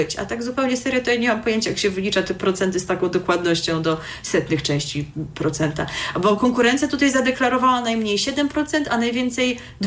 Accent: Elbląg, Warmian-Masurian Voivodeship, Poland; born there; now in Żuławy Wiślane, Poland; nie urodziłam się w tym mieście, w którym mieszkam, bo jednak ciut dalej, w Elblągu.

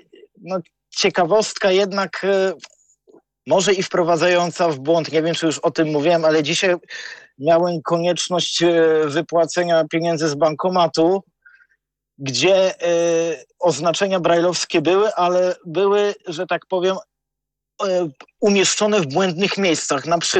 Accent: Bydgoszcz, Kuyavian-Pomeranian Voivodeship, Poland; u nas w Bydgoszczy

